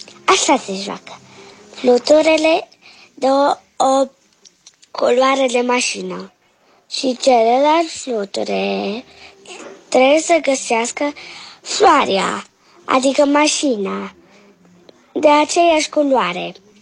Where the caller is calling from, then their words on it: Cluj-Napoca, Cluj County, Romania; și am 7 ani și sunt din Cluj.